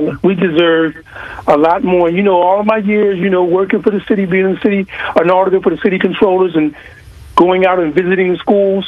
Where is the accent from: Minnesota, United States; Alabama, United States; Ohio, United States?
Ohio, United States; Mansfield; I grew up in Mansfield, a black bottom, as we call it.